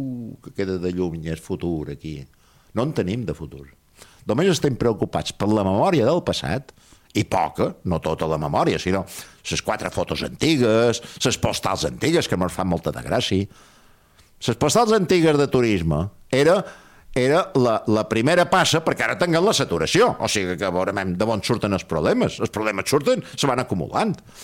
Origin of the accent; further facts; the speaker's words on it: Balearic Islands, Spain; Jo som mallorquí, també.